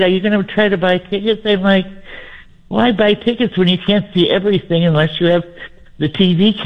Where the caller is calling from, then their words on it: Villa Park, Illinois, United States